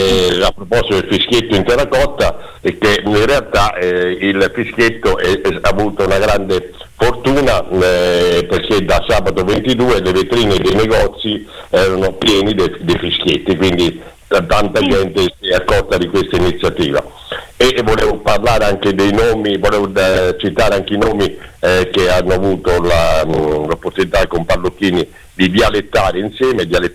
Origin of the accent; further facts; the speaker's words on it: Perugia, Umbria, Italy; io Perugino per esempio, e quindi ho nel sangue il sangue di San Giuliano che uccise per gelosia